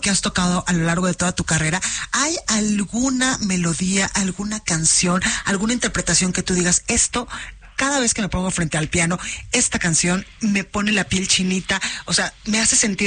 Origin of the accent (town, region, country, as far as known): Mexico